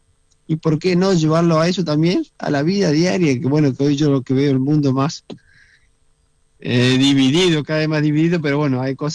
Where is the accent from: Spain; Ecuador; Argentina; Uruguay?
Argentina; Reconquista, Santa Fe; me crié en Reconquista, en una ciudad pequeña, donde jugaba mucho en la calle